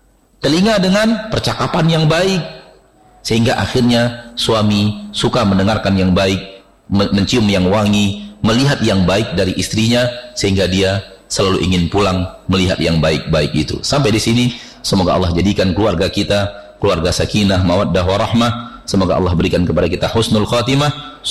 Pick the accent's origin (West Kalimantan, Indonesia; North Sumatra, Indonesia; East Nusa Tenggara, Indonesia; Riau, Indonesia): Riau, Indonesia; Pekanbaru; Saya orang Pekanbaru, sehingga penilaian saya terhadap kalimat lu dan gue, penilaian orang Pekanbaru. Sementara saya sekarang berada di Blok M, Jakarta.